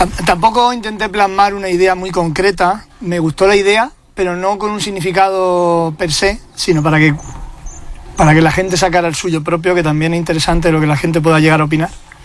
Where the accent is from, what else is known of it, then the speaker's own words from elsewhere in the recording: La Iruela, Andalusia, Spain; born there; Y en mi pueblo, además.